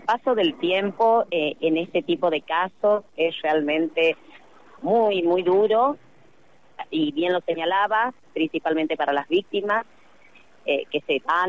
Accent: Argentina; todos como sociedad argentina

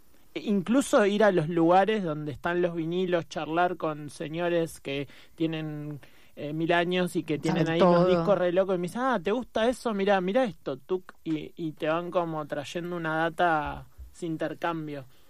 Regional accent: San Francisco Solano, Buenos Aires Province, Argentina; hace unos cuantos años, yo vivía en Solano, soy de Solano, de San Francisco Solano

